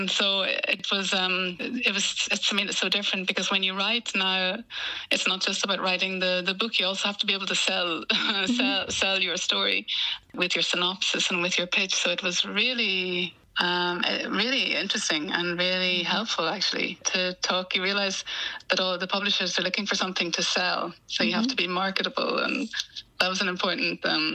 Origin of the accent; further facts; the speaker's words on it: Northern Ireland, United Kingdom; I am from County Tyrone. It's in the northwest.